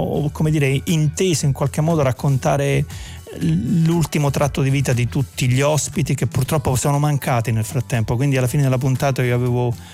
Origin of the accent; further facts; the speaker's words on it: Torella del Sannio, Molise, Italy; moved away; Io ho questa casa in Molise, nel mio paese, che si chiama Torella del Sannio, un piccolo paese dove ho riportato la mia residenza